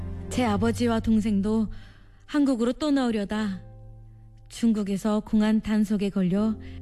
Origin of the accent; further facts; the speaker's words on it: North Korea; moved away; 그럼에도 저는 제가 나고 자란 북한을 사랑합니다.